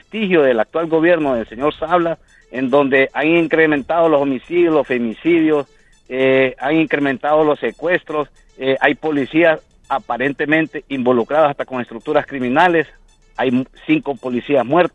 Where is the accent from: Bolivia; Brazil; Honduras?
Honduras; nosotros como hondureños